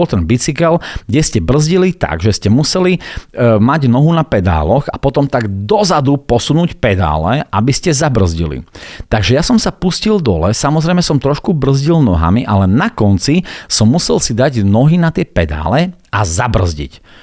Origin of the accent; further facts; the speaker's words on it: Bardejov, Prešov Region, Slovakia; ja pochádzam z Bardejova a ešte z takej bytovky, ktorá sa volala K5-ka